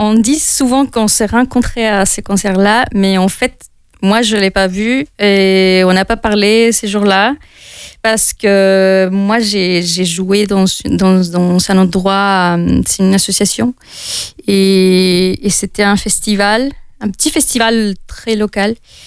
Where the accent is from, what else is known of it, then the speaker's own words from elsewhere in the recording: Mexico; French is a second language; moved away as an adult; now in France; Et moi, je venais du Mexique. Je ne suis jamais allée dans un autre pays pour vivre.